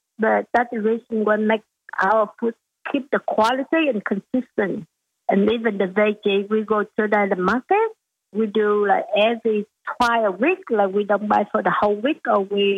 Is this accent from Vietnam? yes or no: yes; Vietnam; English is a second language; moved away as an adult; now in Australia; Yeah, I'm from Vietnam, so I've been here 2011 with overseas students, and I'm studying accounting, the master degree in Griffith University